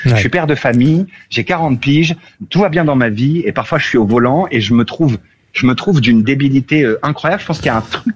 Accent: Hauts-de-France, France; moved away; je suis originaire du Nord et que mes parents habitent dans le Nord

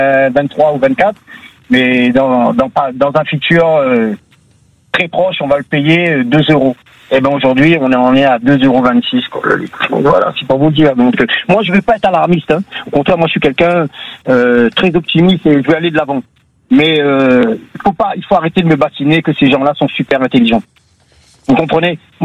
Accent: Réunion, France; now in Canet-en-Roussillon, France; Moi, je viens de la Réunion. Ça fait pas longtemps que je suis ici. Je suis sur Canet en Roussillon.

